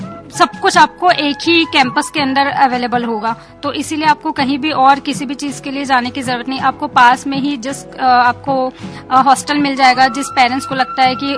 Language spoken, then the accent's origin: Hindi; Chhattisgarh, India; जरूर सर, जरूर, इसीलिए मैं छत्तीसगढ़ से यहाँ आई हूँ